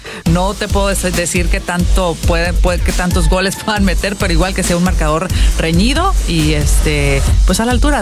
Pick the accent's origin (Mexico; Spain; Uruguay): Mexico; yo como mexicana, obviamente, deseo que gane México